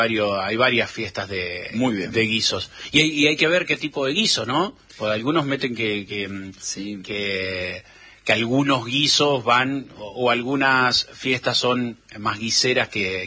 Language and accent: Spanish; Las Toscas, Santa Fe, Argentina; fui un día a mi pueblo de Las Toscas a tomar unos mates a la casa de unos amigos